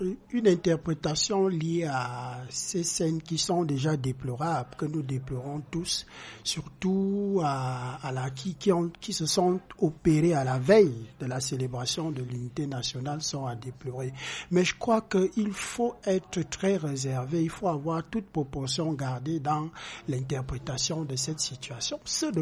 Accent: Cameroon; en tant que Camerounais

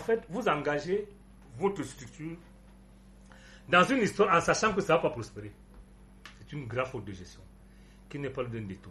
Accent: Cameroon; Moi, je suis Camerounais.

